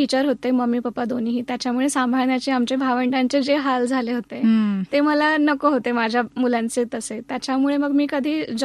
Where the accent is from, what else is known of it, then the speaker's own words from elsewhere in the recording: Chalisgaon, Maharashtra, India; moved away as an adult; now in Nashik, India; मी मूळची म्हणजे माझं माहेर चाळीसगावचं, आणि सासरे चाळीसगाव जवळच एक गाव आहे.